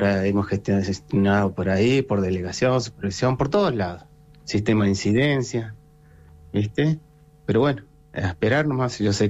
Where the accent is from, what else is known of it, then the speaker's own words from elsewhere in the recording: Cholila, Chubut, Argentina; Yo soy de Cholila, soy nativo de Cholila, y así que sé lo que es la ruralidad